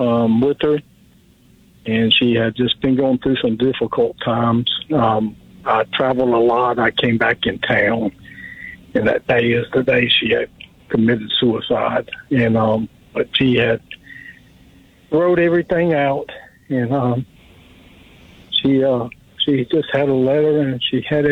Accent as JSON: {"language": "English", "region": "Alabama", "country": "United States", "said": "I'm not local from Texas, I'm from Alabama."}